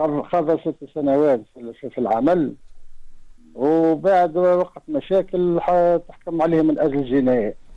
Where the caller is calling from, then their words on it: Tunisia; من زندوب.